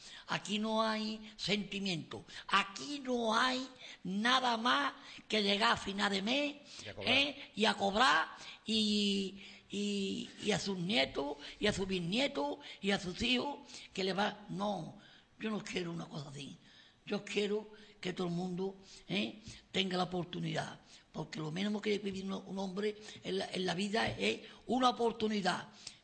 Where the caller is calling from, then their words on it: Andalusia, Spain; yo soy andaluz. Claro. Y español.